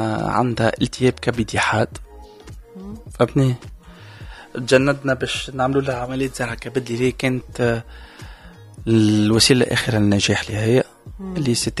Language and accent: Arabic; Tunisia; نحن التماسك الاسري مازال عندنا في تونس